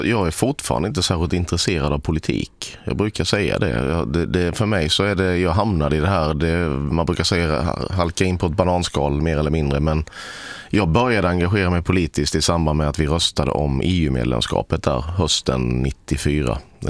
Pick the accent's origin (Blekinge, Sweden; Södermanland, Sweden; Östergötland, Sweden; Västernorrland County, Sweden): Blekinge, Sweden; Sölvesborg; Jag hittade ett telefonnummer till Sverigedemokraterna i gula sidorna på stadsbiblioteket hemma i Sölvesborg